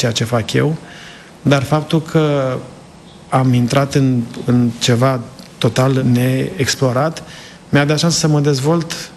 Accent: Sibiu County, Romania; also born or lived in Copșa Mică

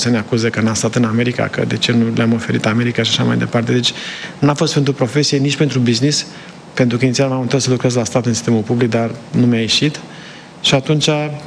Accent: Sibiu County, Romania; now in United States; Sunt de lângă Sibiu. Am stat lângă Copșa mică

